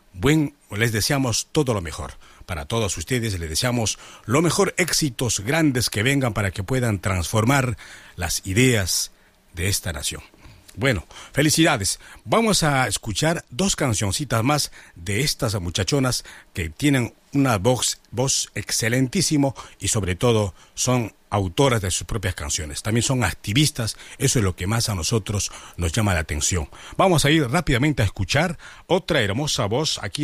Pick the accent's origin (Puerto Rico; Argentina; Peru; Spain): Peru